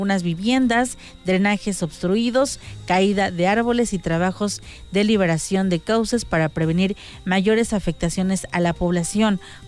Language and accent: Spanish; Mexico; Creo que es esa música que nos inspira siempre como mexicanos a sentirnos orgullosos de lo que se vive en las comunidades.